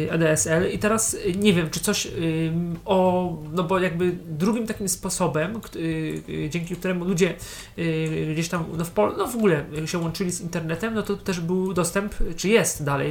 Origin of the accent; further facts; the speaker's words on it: Poznań, Greater Poland Voivodeship, Poland; akurat u nas w Poznaniu